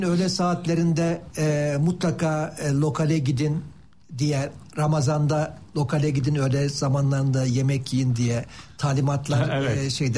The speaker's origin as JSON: {"language": "Turkish", "region": "Antalya", "country": "Turkey", "said": "ben Antalyalıyım. Bütün Antalya bölgesindeki turizm çöktü."}